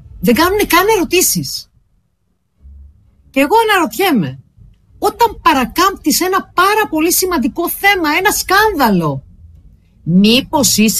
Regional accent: Thessaloniki, Central Macedonia, Greece; moved away as an adult; Στην πατρίδα μου, τη Θεσσαλονίκη

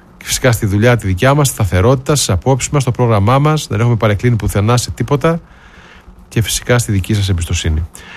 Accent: Eitorf, North Rhine-Westphalia, Germany; born or raised there

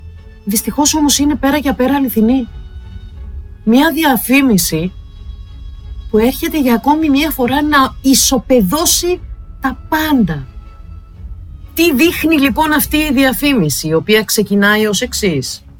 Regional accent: Greece; είμαι Ελληνίδα, πατριώτισα, που σέβεται την παράδοσή της, τα ήθη, τα έθιμα και τις αξίες της, που τιμά τη χώρα που τη γέννησε

